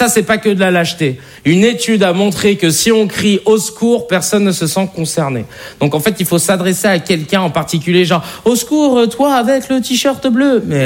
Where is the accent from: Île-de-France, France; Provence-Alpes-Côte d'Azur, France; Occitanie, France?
Île-de-France, France; Paris; now in Arcueil, France; enchanté. Je vais me présenter très rapidement. Vous savez, j'ai grandi à Paris dans le 19e, et ensuite j'ai déménagé dans une ville qui s'appelle Arcueil, au sud de Paris.